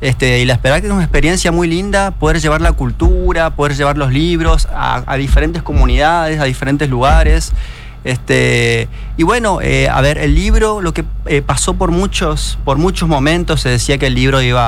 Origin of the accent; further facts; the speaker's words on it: Pinedo, Chaco, Argentina; born there; now in Resistencia, Argentina; Yo soy chaqueño, obviamente, nací en Pinedo.